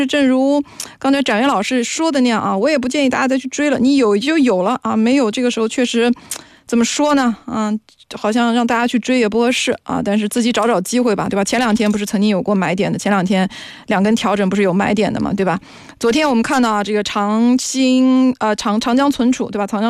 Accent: China; 我们中国人

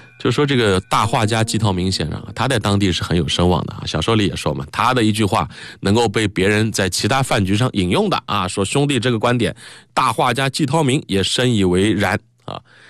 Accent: China; 我们中国人

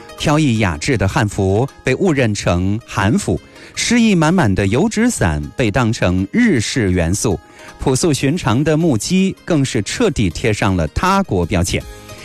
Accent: China; 我们中国人

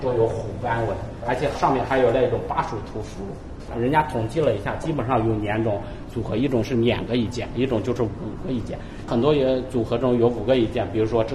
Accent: Jiangnan, China

